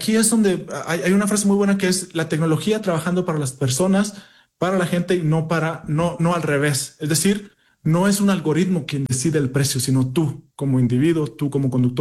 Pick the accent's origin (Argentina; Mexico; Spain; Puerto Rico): Mexico; northern Mexico; a lo mejor el acento se nota. Yo soy del norte de México.